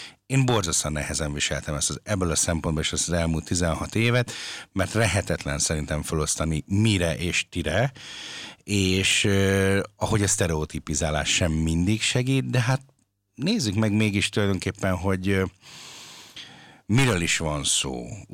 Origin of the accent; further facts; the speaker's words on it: Hungary; now in Linz, Austria; itt Linzben felső-ausztráliai magyarok vagyunk